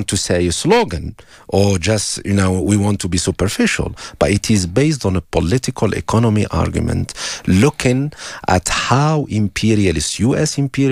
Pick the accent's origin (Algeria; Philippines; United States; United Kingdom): Algeria; my home country, Algeria